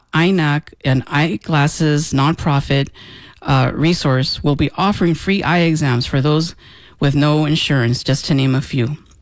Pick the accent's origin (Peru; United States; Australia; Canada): United States; San Jose, California; I was born and raised in San Jose to Mexican immigrant parents, also from Atotonilco, Jalisco